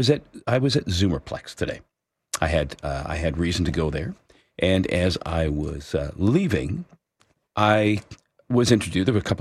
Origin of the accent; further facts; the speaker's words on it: Hamilton, Ontario, Canada; moved away as an adult; now in Collingwood, Canada; And of course, I am from Hamilton. So right there, I said, "Hey, I'm a Hamiltonian originally. You know, I haven't lived there for over 20 years, but it's my hometown. Born and raised in that area."